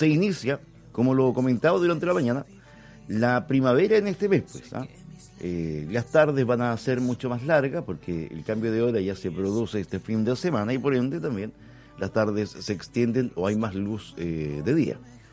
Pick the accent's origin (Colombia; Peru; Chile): Chile; mes importante para nosotros como chilenos